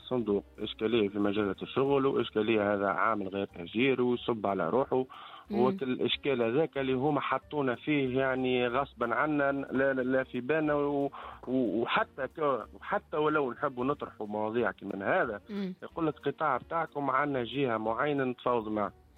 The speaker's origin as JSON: {"language": "Arabic", "country": "Tunisia", "said": "ومن حقي اني يعني نخدم في بلادي"}